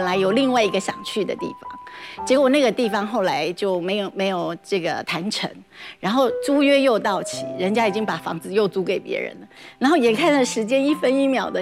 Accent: Taipei, Taiwan; moved away as an adult; now in Changhua, Taiwan; 因为我们两个都是台北出生的天龙人，道地的天龙人。

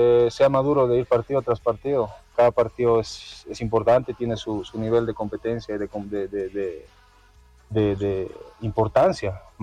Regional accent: La Paz, Bolivia; de nosotros como paseños

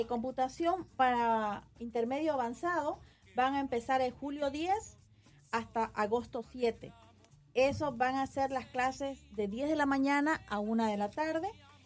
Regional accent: Bolivia; now in United States; yo soy boliviana, tengo la ciudadanía naturalizada de aquí a Estados Unidos, gracias a Dios, y le agradezco a este país por haberme abierto las puertas. Y soy orgullosamente boliviana.

